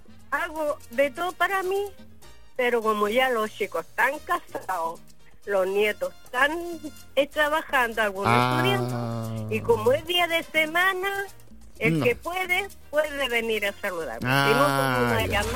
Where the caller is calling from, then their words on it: Coronel, Biobío, Chile; De aquí, de la Corcovado Coronel.